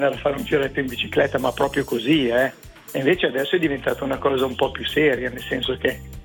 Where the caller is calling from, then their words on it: Cesano Boscone, Lombardy, Italy; Da Cesano Boscone.